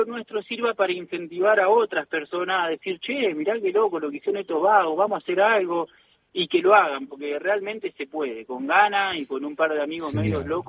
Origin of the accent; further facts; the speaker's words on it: Argentina; nos quiso poner un freno a los argentinos, sin saber lo que somos los latinos